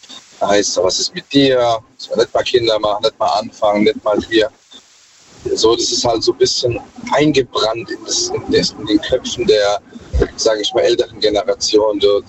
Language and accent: German; Mannheim, Baden-Württemberg, Germany; Aus Mannheim.